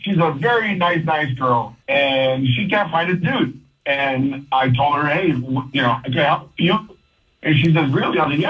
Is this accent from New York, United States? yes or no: no; California, United States; Back in California when I came, that's where I came from. I came from California years ago